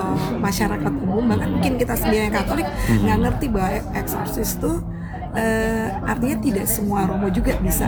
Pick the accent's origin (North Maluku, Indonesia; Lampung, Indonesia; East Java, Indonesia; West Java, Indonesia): East Java, Indonesia; Surabaya; Saya dari Surabaya.